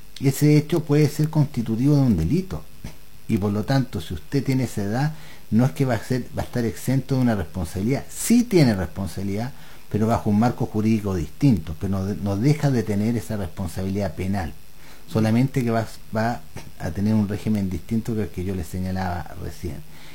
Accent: Chile; fiestas muy importantes que nos enorgullecen como chilenos, pero también tenemos que tener responsabilidad al momento de celebrar.

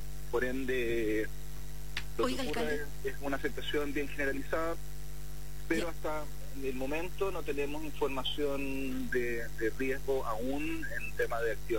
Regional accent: Antofagasta, Chile; Y como somos los antofagastinos, cuando llueve nos preocupamos del techo, pero al día siguiente cuando sale el sol se nos olvida.

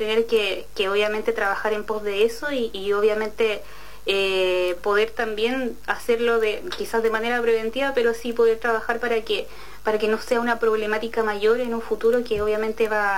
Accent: Chile; y obviamente como chileno nosotros queremos

